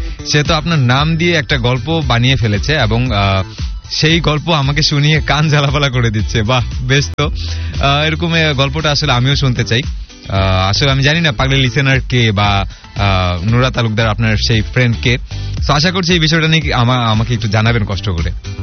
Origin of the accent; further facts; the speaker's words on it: Bangladesh; আমরা বাংলাদেশি যারা আছি